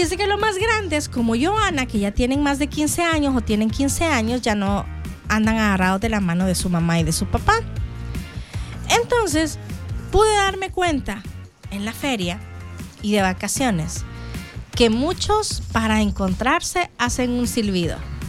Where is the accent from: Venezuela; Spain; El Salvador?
El Salvador; confirmé que somos bien salvadoreños en muchas cosas, en demasiadas cosas.